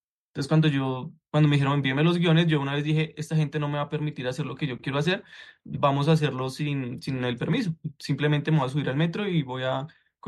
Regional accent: Colombia; los colombianos hemos sido pioneros en literatura y en un montón de cosas

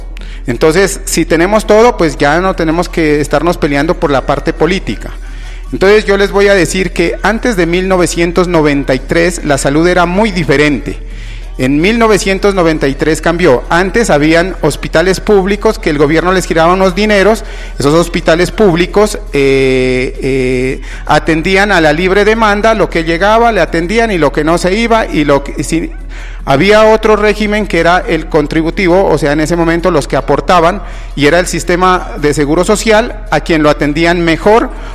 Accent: Contadero, Nariño, Colombia; yo nacido en este municipio del Contadero, en una vereda, fui campesino, coseché papas, fui obrero

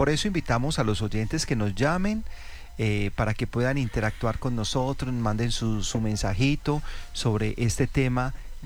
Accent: Colombia; yo como colombiano

